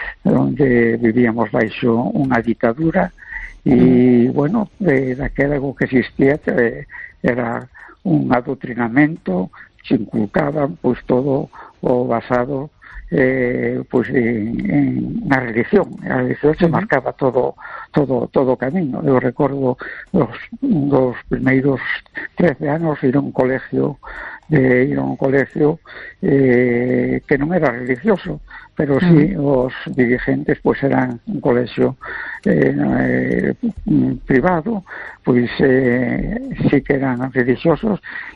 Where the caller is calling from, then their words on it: A Coruña, Galicia, Spain; de La Coruña.